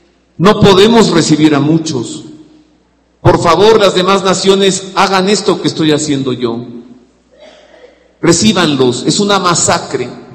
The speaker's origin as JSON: {"language": "Spanish", "country": "Mexico"}